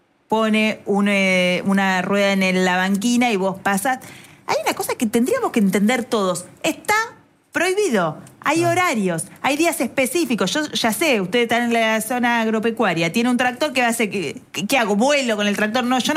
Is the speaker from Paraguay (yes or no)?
no; La Dulce, Buenos Aires Province, Argentina; moved away; Yo soy de La Dulce, un pueblito que está cerca de Necochea, soy del interior.